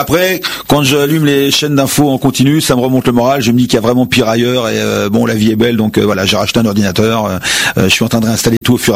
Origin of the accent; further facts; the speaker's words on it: Mériel, Île-de-France, France; moi, je suis un enfant du pays, hein, donc j'ai connu Mériel avec moitié moins d'habitants. J'ai joué dans la forêt quand j'étais petit.